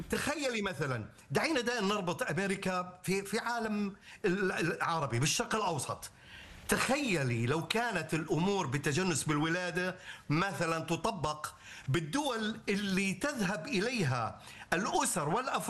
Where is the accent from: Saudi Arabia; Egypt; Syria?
Saudi Arabia; أنا سعوديه